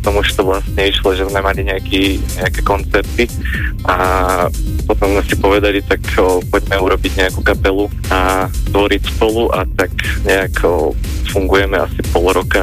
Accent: Trstená, Žilina Region, Slovakia; No ja som z Trstenej

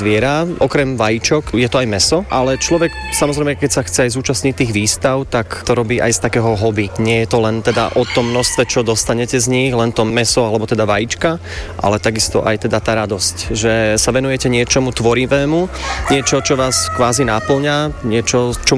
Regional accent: Báhoň, Trnava Region, Slovakia; Pochádzam z Báhoňa

